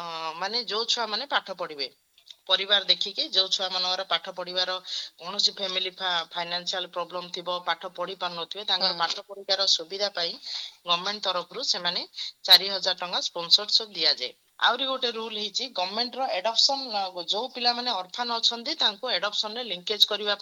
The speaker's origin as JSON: {"language": "Odia", "region": "Odisha", "country": "India", "said": "ଦେଖନ୍ତୁ ମ୍ୟାଡାମ ମୁଁ ଗଞ୍ଜାମର ଝିଅ ସତ କଥା"}